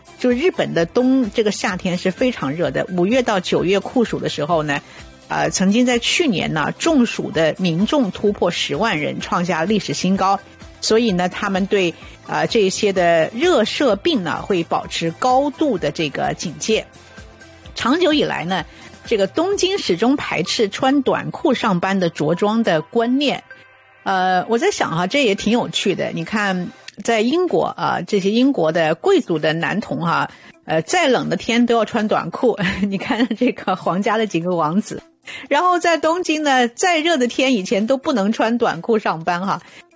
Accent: Toronto, Ontario, Canada

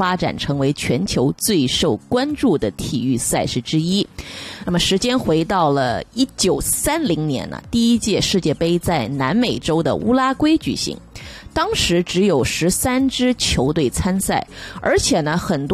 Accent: Canada; 我们加拿大人

